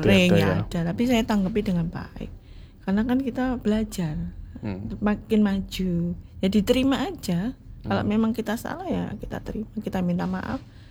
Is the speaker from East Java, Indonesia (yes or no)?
yes; Surabaya, East Java, Indonesia; Soalnya saya orang Surabaya gitu.